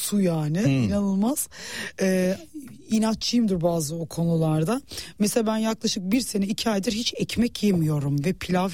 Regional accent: Kırıkkale, Turkey; Şimdi ben Kırıkkaleliyim. Ankaralıyım.

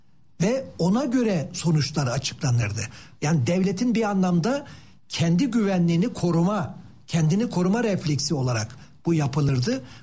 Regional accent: Antalya, Turkey; ben Antalyalıyım. Bütün Antalya bölgesindeki turizm çöktü.

